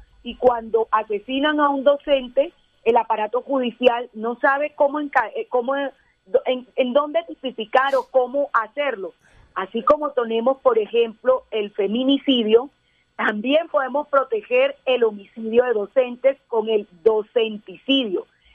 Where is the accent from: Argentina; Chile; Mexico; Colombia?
Colombia; Córdoba; soy costeña, igual que todos ustedes, del departamento de Córdoba